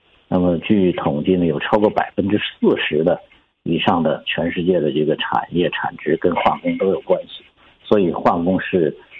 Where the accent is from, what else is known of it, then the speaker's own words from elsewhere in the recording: Songyuan, Jilin, China; now in Beijing, China; 我是吉林松原人。